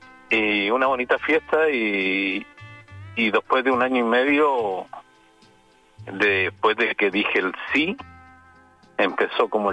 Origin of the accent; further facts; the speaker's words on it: Santiago, Santiago Metropolitan Region, Chile; now in Southern Chile; Mi familia es toda de Santiago y yo emigré hacia el sur de Chile.